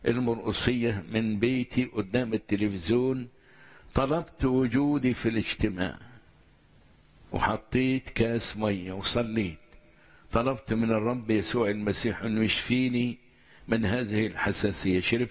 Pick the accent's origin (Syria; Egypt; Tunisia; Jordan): Jordan; من الأردن.